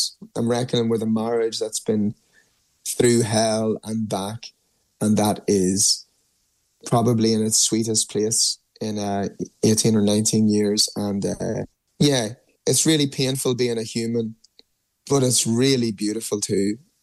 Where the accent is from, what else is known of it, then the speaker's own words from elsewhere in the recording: Ireland; moved away; I'm moving home to Ireland as part of that.